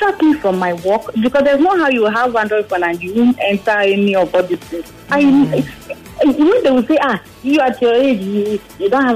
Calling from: Lekki, Lagos, Nigeria; I'm calling from Lekki.

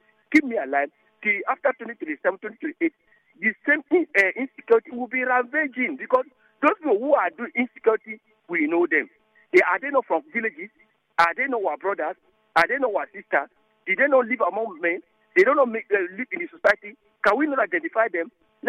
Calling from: Bodo, Nigeria; I'm calling you from Bodo.

